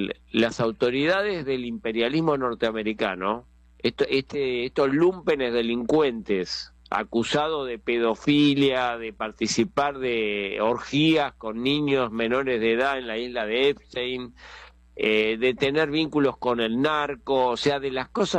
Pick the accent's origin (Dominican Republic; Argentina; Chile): Argentina; yo siendo argentino, que era un niño, me acuerdo, en la época de la Guerra de Malvinas